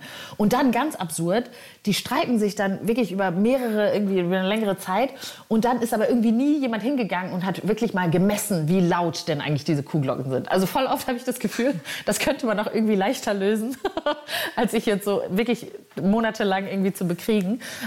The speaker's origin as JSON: {"language": "German", "town": "Neukirchen-Vluyn", "region": "North Rhine-Westphalia", "country": "Germany", "tie": "born or raised there"}